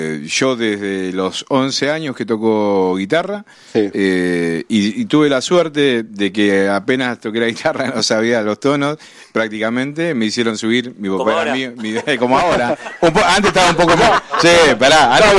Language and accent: Spanish; Argentina; mi abuelo, un español, así que bueno, tenemos una mezcla, como todos, ¿no? Como en Argentina